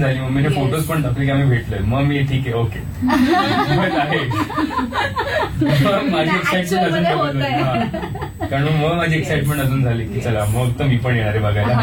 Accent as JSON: {"language": "Marathi", "town": "Satara", "region": "Maharashtra", "country": "India", "said": "मी साताऱ्याचा आहे"}